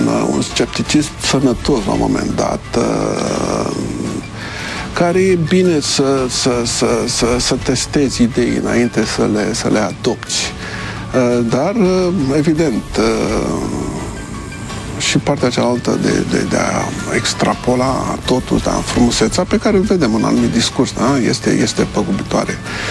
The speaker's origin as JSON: {"language": "Romanian", "country": "Romania", "said": "toată lumea știe că sunt român"}